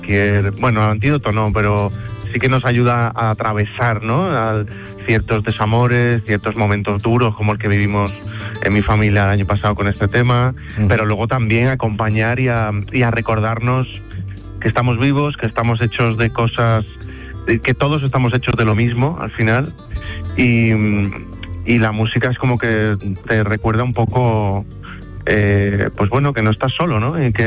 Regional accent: Seville, Andalusia, Spain; que tengo muchas ganas de volver a mi tierra, de volver a Sevilla

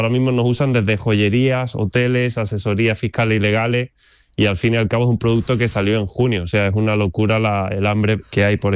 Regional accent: Andalusia, Spain; siendo andaluz

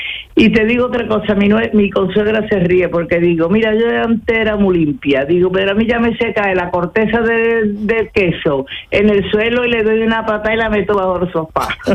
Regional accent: Cumbres Mayores, Andalusia, Spain; porque nosotros somos de Cumbres Mayores, nosotros traíamos las chacinas de toda la sierra

